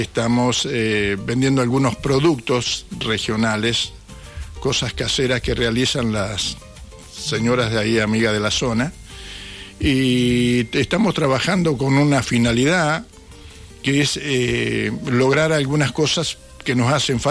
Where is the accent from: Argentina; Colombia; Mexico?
Argentina; General Alvear; Somos algunos de ahí de la colonia y otros somos de General Alvear, pues yo realmente, ajá, yo soy de General Alvear